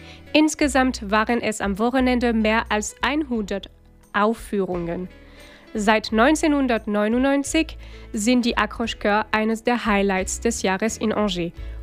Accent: Brittany, France; born or raised there

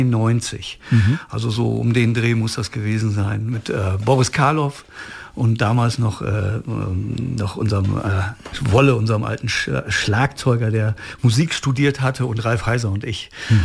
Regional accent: Werlte, Lower Saxony, Germany; born there; moved away as an adult; now in Osnabrück, Germany; Ich bin in den 80er Jahren nach Osnabrück gekommen. Ich komme aus dem Emsland, gebürtig aus Werlt.

